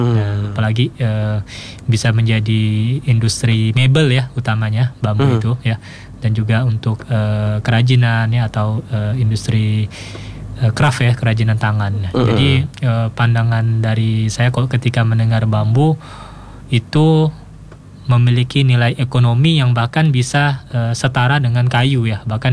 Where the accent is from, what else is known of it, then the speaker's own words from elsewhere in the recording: Pontianak, West Kalimantan, Indonesia; Asal saya Pontianak.